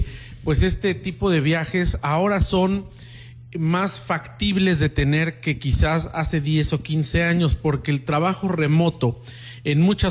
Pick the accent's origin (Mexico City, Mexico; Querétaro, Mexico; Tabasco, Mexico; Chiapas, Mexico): Mexico City, Mexico; los mexicanos que vivimos de aquel lado de la frontera en México, particularmente quienes venimos de la Ciudad de México